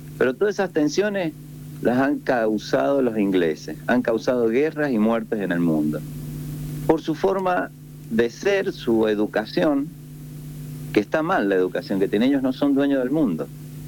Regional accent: Argentina; yo siendo argentino soy argentino, pero fanático.

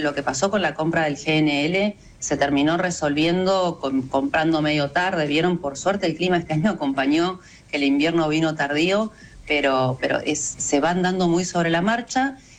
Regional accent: Argentina; somos argentinos

